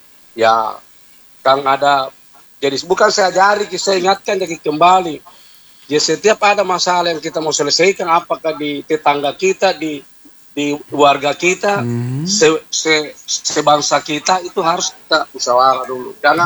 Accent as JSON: {"language": "Indonesian", "country": "Indonesia", "said": "Ya, bahwa kami dari Indonesia tidak setuju, tidak sepakat, tidak mau kalau ada konflik antara bangsa."}